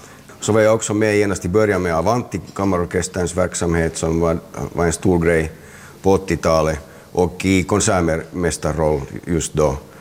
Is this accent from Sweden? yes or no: no; Helsinki, Uusimaa, Finland; jag är från Helsingfors, så jag känner mig definitivt hemma på Drumsö, där jag fortfarande har en bostad och där jag har bott sedan jag var 1 år gammal.